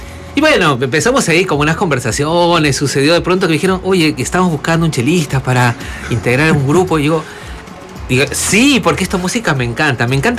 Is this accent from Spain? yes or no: no; Peru; now in Argentina; de mi patria, Perú. Yo soy de Perú, que vivo hace 30 años en Argentina.